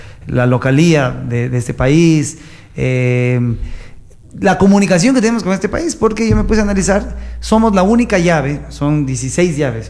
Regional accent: Ecuador; acá nosotros a la Virgen del Cisne.

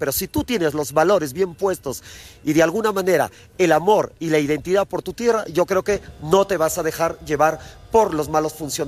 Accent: Cutervo, Cajamarca, Peru; moved away; also born or lived in Lima

